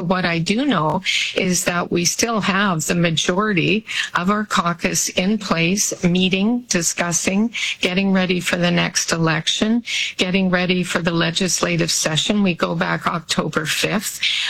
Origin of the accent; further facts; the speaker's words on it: British Columbia, Canada; now in Abbotsford, Canada; Because Abbotsford Mission is very much small community life that I grew up with on Vancouver Island, I felt very comfortable here from the moment she suggested it.